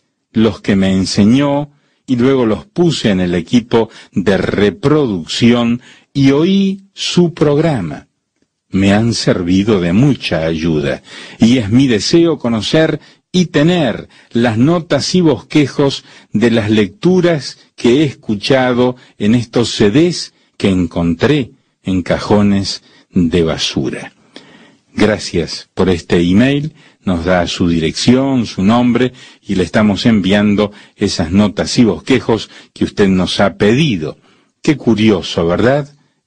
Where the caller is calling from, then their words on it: La Guaira, Vargas, Venezuela; soy de Venezuela, estado Vargas, La Guaira, San Antonio, calle 9, casa 36, código postal 1166.